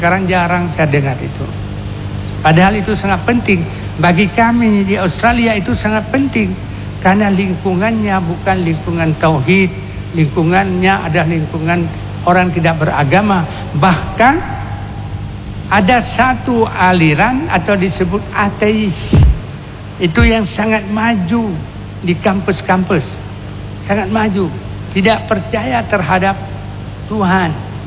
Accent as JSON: {"language": "Indonesian", "region": "Aceh", "country": "Indonesia"}